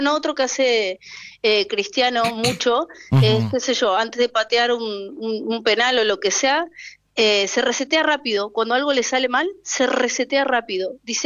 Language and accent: Spanish; La Plata, Buenos Aires Province, Argentina; Soy platense, de La Plata.